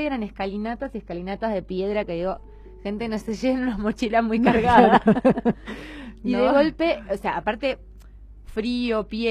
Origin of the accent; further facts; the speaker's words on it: Buenos Aires, Argentina; yo soy de Buenos Aires, entonces Liniers está cerca. No, pero es en Buenos Aires.